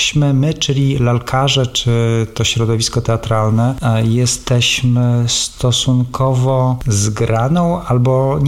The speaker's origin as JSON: {"language": "Polish", "town": "Mielnik", "region": "Podlaskie Voivodeship", "country": "Poland", "said": "Jestem z Nadbuga, jestem generalnie z takiej miejscowości, bo rozmawialiśmy nawet o tym z panem prezydentem Torunia, że mieszkaliśmy kilka wsi obok siebie, więc rzeczywiście jestem z małej miejscowości, z Mielnika nad Bugiem"}